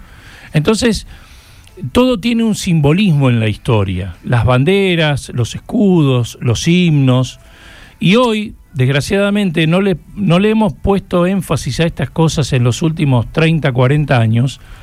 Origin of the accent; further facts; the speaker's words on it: Argentina; porque es el sentimiento más profundo de lo que nos representa a nosotros como argentinos.